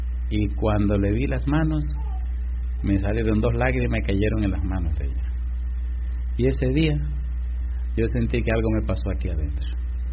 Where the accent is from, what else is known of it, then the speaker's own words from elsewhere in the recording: Dominican Republic; en un lugar en mi país, en el ensanche Quisqueya